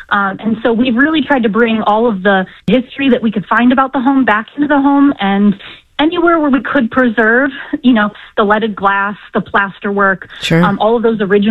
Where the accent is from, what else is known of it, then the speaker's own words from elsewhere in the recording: Columbus, Ohio, United States; also born or lived in Baltimore / San Francisco / Cincinnati / Chicago; now in Detroit, United States; I've lived in Baltimore and San Francisco. I grew up in Columbus, Ohio. I moved here from Cincinnati. I've lived in Chicago.